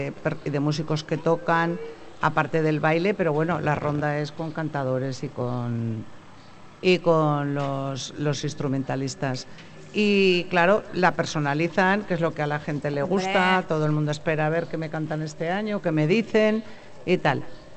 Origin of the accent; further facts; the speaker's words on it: Aragon, Spain; Bueno, como buen pueblo aragonés, la Jota pues nos da vida